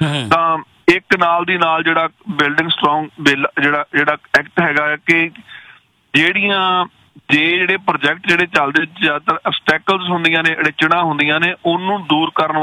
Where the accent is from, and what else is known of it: Canada